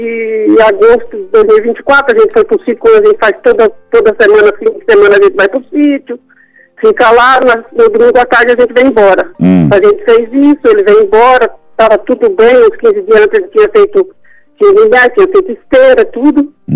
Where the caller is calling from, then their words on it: Álvares Machado, São Paulo, Brazil; De Álvares Machado, viu?